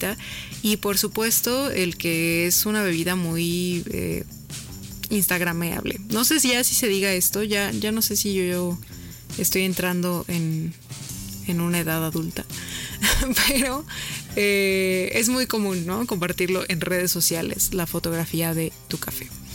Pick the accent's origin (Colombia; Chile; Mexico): Mexico; cómo esto nos da identidad como mexicanos